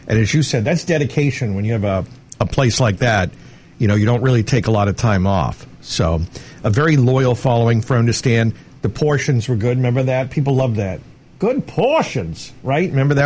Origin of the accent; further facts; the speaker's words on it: Hanover, Massachusetts, United States; It's not far from where I grew up in Hanover.